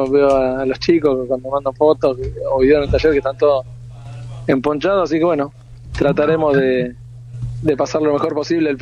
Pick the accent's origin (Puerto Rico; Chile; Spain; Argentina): Argentina; Pero acá somos todos argentinos y tiramos todo para el mismo lado